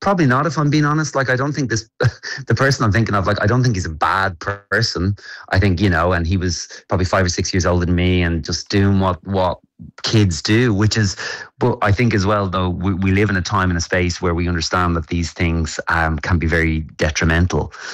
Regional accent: Ireland; I think actually as Irish people, we have an innate ability to find connection.

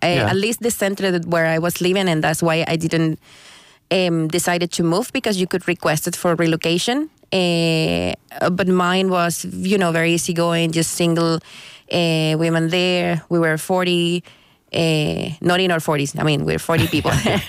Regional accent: Venezuela; moved away as an adult; now in Cork, Ireland; I'm from Venezuela originally, but I've been living in Ireland for around 13 years.

